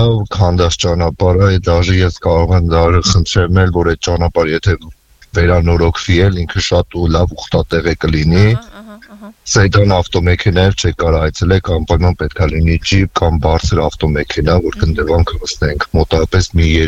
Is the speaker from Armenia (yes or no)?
yes; Yerevan, Armenia; Մալացիա Սեբաստիա, չէ, Բանգլադեշի մեծացած